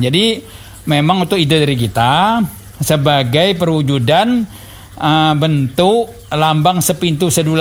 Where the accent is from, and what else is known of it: Bangka Belitung Islands, Indonesia